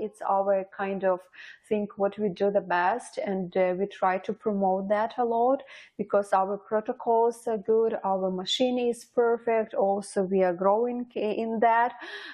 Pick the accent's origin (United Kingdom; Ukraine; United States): Ukraine; English is a second language; moved away as an adult; now in Windsor, Canada; I'm from Ukraine, but I have been in Canada already 3.5 years